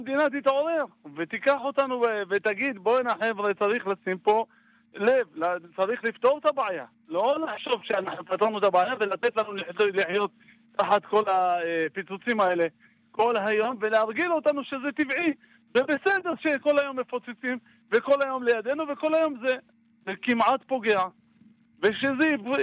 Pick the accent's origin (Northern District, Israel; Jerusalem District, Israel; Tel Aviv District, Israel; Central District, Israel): Northern District, Israel; Avivim; אני בן 55. אני פה 55 שנה, נולדתי פה באביבים.